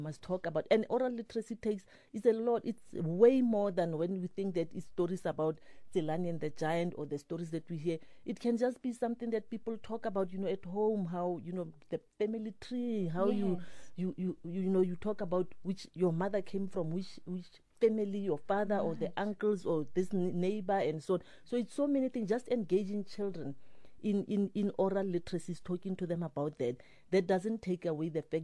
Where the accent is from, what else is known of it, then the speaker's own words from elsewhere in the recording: Kuruman, Northern Cape, South Africa; I started as a librarian in Kuruman, in my hometown